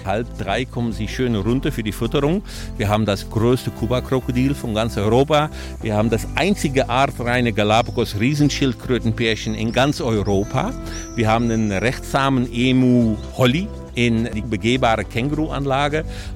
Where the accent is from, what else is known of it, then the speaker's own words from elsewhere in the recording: Netherlands; now in Hoyerswerda, Germany; Aus dem Monat genau bin ich jetzt 10 Jahre hier und freue mich sehr. Ich bin Niederländer.